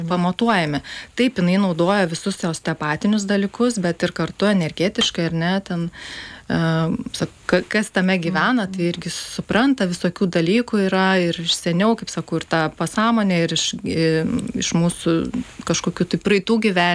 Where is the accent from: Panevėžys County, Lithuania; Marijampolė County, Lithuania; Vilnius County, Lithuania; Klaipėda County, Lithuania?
Panevėžys County, Lithuania; Panevėžys; Taip, aš iš Panevėžio.